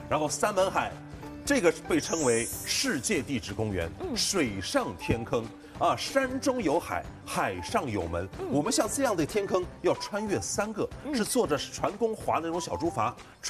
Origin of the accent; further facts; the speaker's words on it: China; 我们中国人